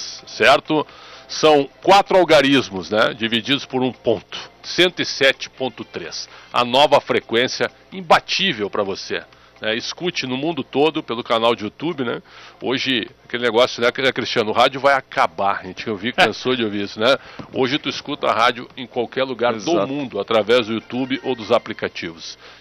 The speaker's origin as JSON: {"language": "Portuguese", "town": "Porto Alegre", "region": "Rio Grande do Sul", "country": "Brazil", "said": "Eu sou gaúcho"}